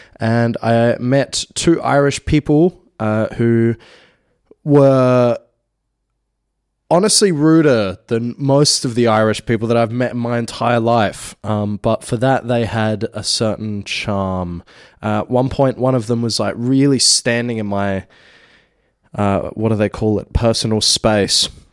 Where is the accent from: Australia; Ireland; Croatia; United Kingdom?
Australia; Adelaide, South Australia; And because I'm from Adelaide, I don't like that.